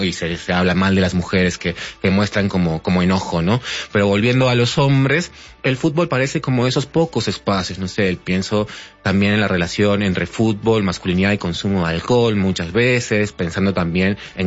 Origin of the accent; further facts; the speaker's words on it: Uruguay; moved away; Yo soy nacido en Uruguay, bueno, y criado allí.